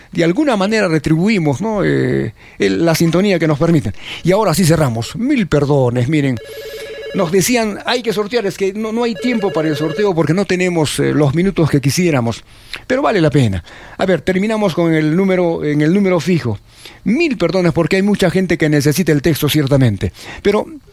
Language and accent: Spanish; Arequipa, Peru; Estamos aquí en el límite del Cercado con Miraflores. Bueno, fácilmente somos arequipeños